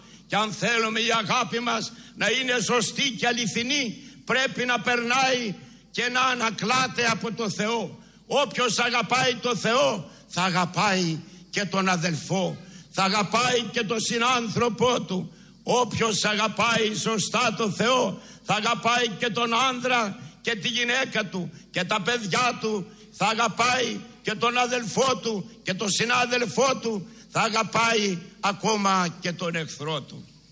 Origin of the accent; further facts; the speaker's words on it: Greece; να αγαπούμε την πατρίδα μας την Ελλάδα.